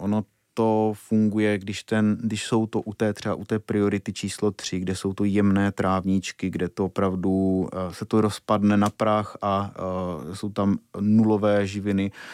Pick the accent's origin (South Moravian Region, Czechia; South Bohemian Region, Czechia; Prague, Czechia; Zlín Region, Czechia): Zlín Region, Czechia; Šumice; dělá se to úplně hore nohama, jak se říká u nás v Šumicích.